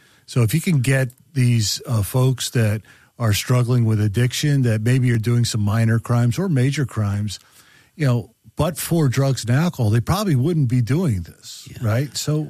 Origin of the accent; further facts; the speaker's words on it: Satterton, Pennsylvania, United States; Yeah, I grew up in a very small town in Montgomery County called Satterton, Pennsylvania.